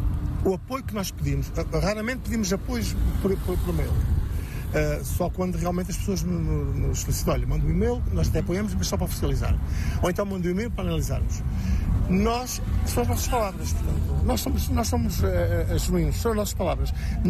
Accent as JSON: {"language": "Portuguese", "town": "Murtosa", "region": "Centro", "country": "Portugal", "tie": "born or raised there", "moved": "yes", "lives_now": "Aveiro, Portugal", "said": "E tem que ser na Mortosa, porque é a minha terra-mãe, é a terra que eu amo, é a terra onde eu nasci, embora não viva lá, é a terra onde eu nasci"}